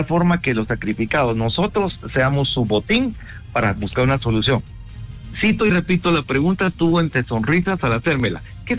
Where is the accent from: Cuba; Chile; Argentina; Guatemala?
Guatemala